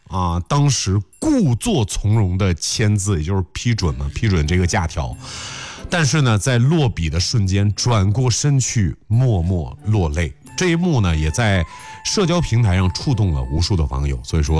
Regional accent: Pingdingshan, Henan, China; 虽然作为一个土生土长的平顶山人，但是考高考是在新郑

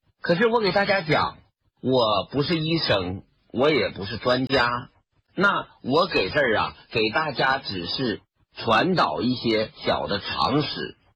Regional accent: Jiamusi, Heilongjiang, China; 我来自黑龙江省佳木斯市汤原县鹤立镇太平村。

